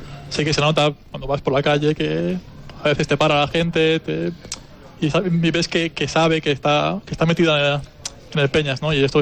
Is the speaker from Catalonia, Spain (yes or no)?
yes; a town in Barcelona province, Catalonia, Spain; moved away as an adult; now in Huesca, Spain; Yo soy de un pueblo de Barcelona.